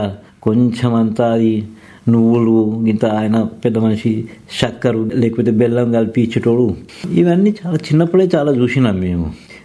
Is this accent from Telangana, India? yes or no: yes; Adilabad, Telangana, India; నేనైతే ఈడనే పుట్టిన.